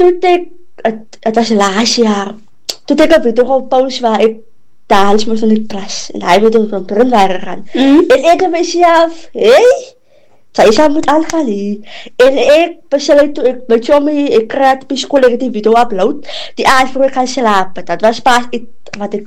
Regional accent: Mossel Bay, Western Cape, South Africa; toen ons verhuis naar Brandwag toe.

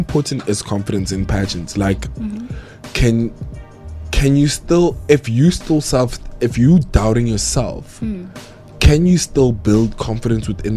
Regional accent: South Africa; Hey, now I'm from Ekasi, papi. We live.

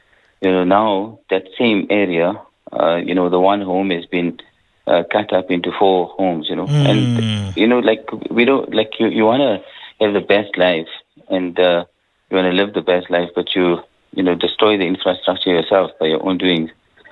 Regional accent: South Africa; You're from so-and-so place, you'll be like, oh, I'm from South Africa.

